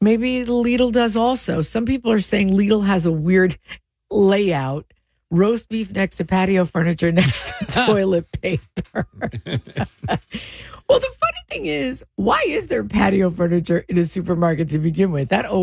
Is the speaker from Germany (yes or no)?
no; Deal, New Jersey, United States; I grew up in Deal. There was one supermarket in my town that was Acme.